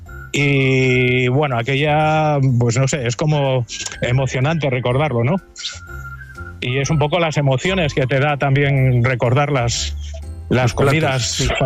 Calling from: Cangas del Narcea, Asturias, Spain; Pues llamo desde Ibias. Yo soy de Cangas de Narcea, pero llamo desde Ibias.

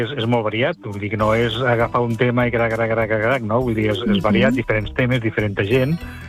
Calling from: Rasquera, Catalonia, Spain; De Rasquera, a la Ribera d'Ebre

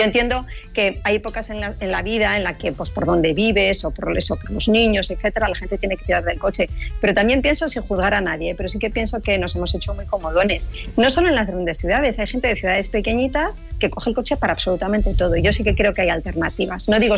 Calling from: Madrid, Community of Madrid, Spain; yo vivo en Madrid.

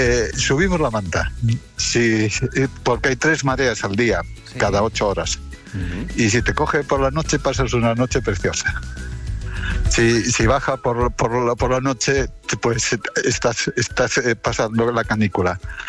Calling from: Combarro, Galicia, Spain; En Combarro, en un lugarcito que se llama Chancelas, a 1 kilómetro de Combarro, pero pertenecemos a la parroquia de Combarro.

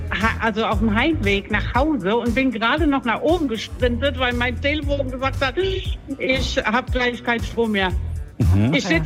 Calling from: Rodenbach, Rhineland-Palatinate, Germany; Ich komme aus Rodenbach bei Puderbach.

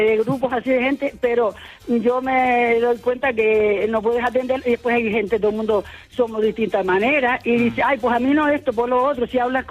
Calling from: Canary Islands, Spain; Somos chicharreros del sur de Tenerife.

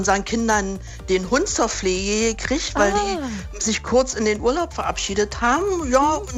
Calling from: Zossen, Brandenburg, Germany; Ich rufe aus Schöneiche an, das Schöneiche bei Zossen.

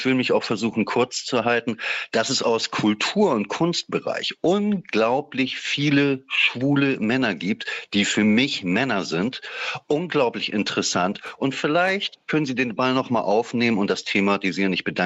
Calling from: Hamburg, Germany

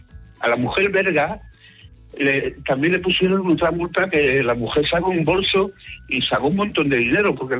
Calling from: Barcelona, Catalonia, Spain; de Barcelona.

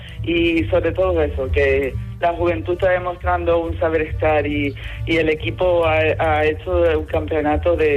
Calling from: Las Palmas de Gran Canaria, Canary Islands, Spain; la plaza aquí del barrio, la Plaza del Pilar de Guanarteme

